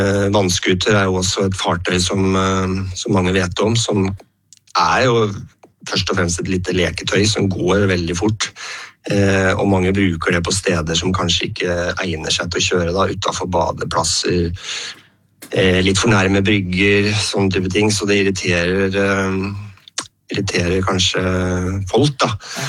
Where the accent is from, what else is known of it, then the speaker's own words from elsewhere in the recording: Sandefjord, Vestfold, Norway; jeg begynte jo med en liten båt hjemme i Sandefjord